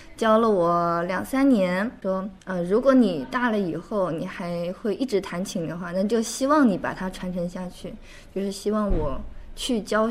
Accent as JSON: {"language": "Chinese", "town": "Hangzhou", "region": "Zhejiang", "country": "China", "also_born_or_lived": "Taiwan", "said": "我是一半来自杭州，一半来自台湾，所以我也觉得我可能冥冥之中也是就是应该来到这里"}